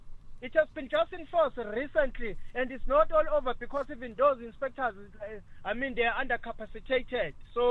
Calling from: South Africa; South African like us

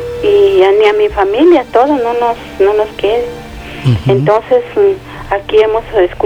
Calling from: Mesa Colorada, Jalisco, Mexico; Le llamo de aquí, de la Mesa Colorada.

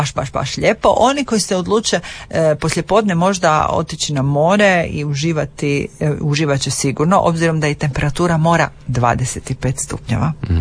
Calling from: Pula, Istria County, Croatia; Pa evo, kod nas u Puli sunce se onako skriva iza oblaka

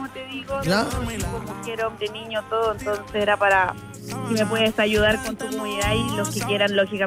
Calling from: Maipú, Santiago Metropolitan Region, Chile

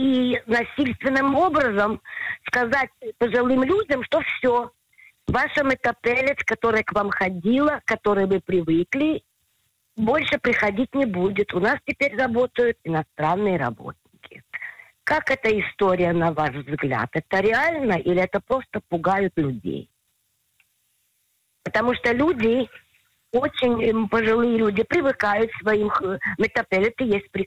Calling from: Tel Aviv, Tel Aviv District, Israel; Я звоню из Тель-Авива.

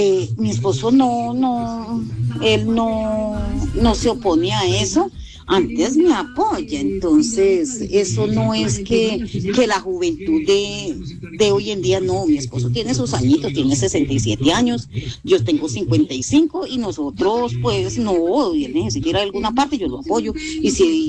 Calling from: Obando, Valle del Cauca, Colombia; Hablo desde Obando.

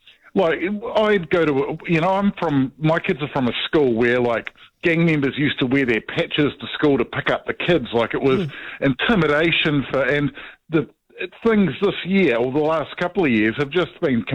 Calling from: Tauranga, Bay of Plenty, New Zealand; I'm from Tauranga

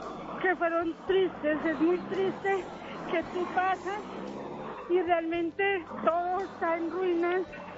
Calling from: Soacha, Cundinamarca, Colombia; Yo en ese momento estoy en Soacha

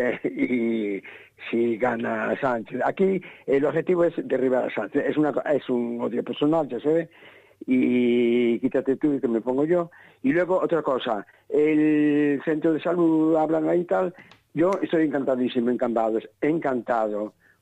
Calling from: Cambados, Galicia, Spain; De Cambados.

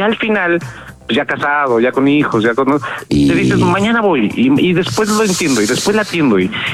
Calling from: Mexico City, Mexico; De acá, de Iztapalapa.

